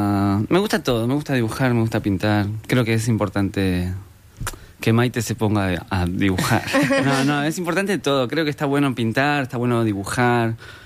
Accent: Puerto Madryn, Chubut, Argentina; moved away; also born or lived in Buenos Aires; Nací en Buenos Aires, pero crecí en Puerto Madryn, muy al sur de Argentina.

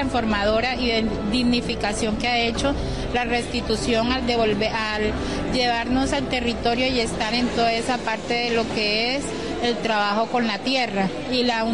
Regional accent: El Salado, Bolívar, Colombia; Yo soy del Salado Bolívar. Mi familia es de allá

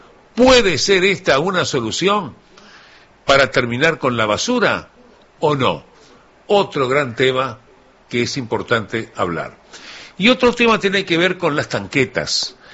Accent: Uruguay

